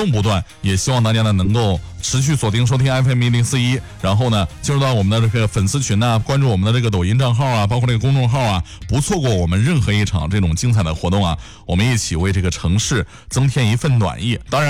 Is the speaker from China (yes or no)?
yes; Zhengzhou, Henan, China; 更是我们郑州人从晨光熹微到暮色沉沉，从日常三餐到宴席盛典的一个情感归宿。